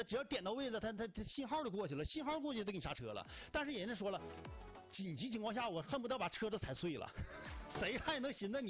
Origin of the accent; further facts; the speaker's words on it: Northeast China, China; 我作为一个纯纯的东北人